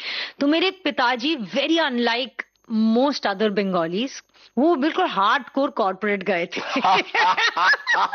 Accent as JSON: {"language": "Hindi", "region": "Delhi", "country": "India", "tie": "born or raised there", "said": "दिल्ली में उस माहौल में मैं पली बड़ी, जहाँ मंडी हाउस और जो"}